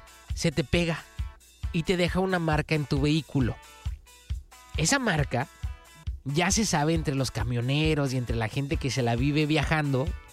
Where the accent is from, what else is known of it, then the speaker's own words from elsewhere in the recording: Mexico; Nosotros acá en México